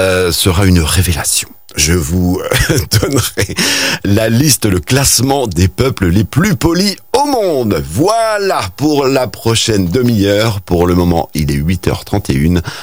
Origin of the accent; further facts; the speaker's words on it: Montebourg, Normandy, France; je suis né, j'ai grandi à Montebourg